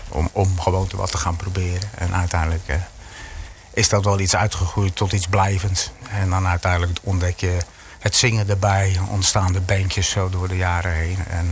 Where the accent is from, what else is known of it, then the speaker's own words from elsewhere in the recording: Alblasserdam, South Holland, Netherlands; ik kom uit Alblasserdam.